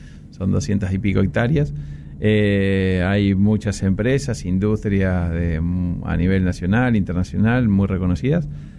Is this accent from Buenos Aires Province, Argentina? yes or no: yes; Mar del Plata, Buenos Aires Province, Argentina; en el caso nuestro, sí, somos de Mar del Plata, somos una empresa de familia